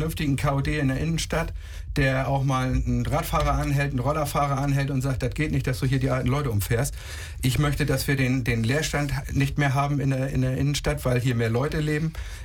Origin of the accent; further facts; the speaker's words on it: Heide, Schleswig-Holstein, Germany; so wie wir uns früher in den, weiß ich nicht, 80er, 90er in Heide ja auch wohlgefühlt haben, in unserer kleinen, schönen Stadt, in unserem kleinen, schönen Heide.